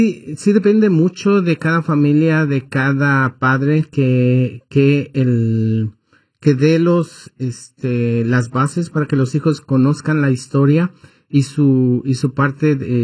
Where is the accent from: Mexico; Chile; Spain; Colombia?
Mexico; Como un ciudadano ejemplar es la mejor forma de decir que somos de origen mexicano.